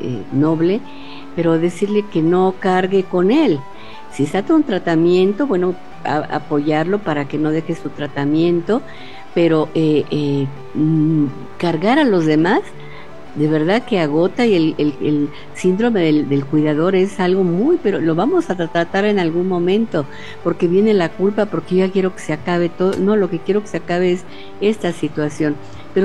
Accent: Mexico; ni como mexicanos

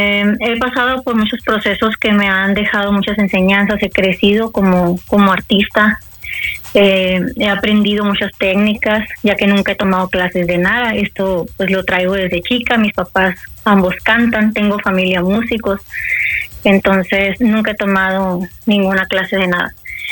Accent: Caborca, Sonora, Mexico; born there; now in Puerto Peñasco, Mexico; Yo soy nacida en Caborca, Sonora, pero tengo 10 años viviendo en Puerto Peñasco.

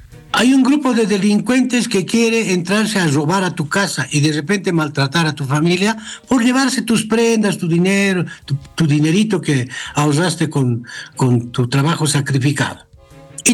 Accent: Bolivia; los demás no somos bolivianos para ellos

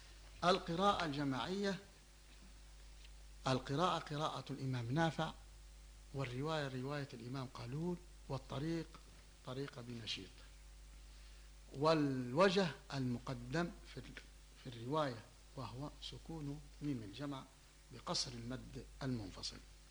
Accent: Tripoli, Tripoli District, Libya; also born or lived in Msallata; انتقلنا إلى الساحل، ثم انتقلنا بعد ذلك لما تزايد الحرب والاستعمار على بلادنا وعلى وطننا وعلى بلدتنا طرابلس هذه المحروسة ازدجاد. والدي كان من الذين يخافون، فخرجنا من طرابلس الغرب إلى منطقة مسلاتة في بجانب ترهونة، ما بين ترهونة والقمص

